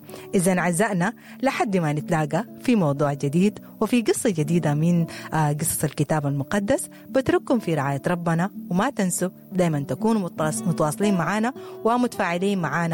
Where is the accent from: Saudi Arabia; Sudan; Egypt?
Sudan; ونحن كسودانيين معروفين باللمة وبالفزعة وبالحنية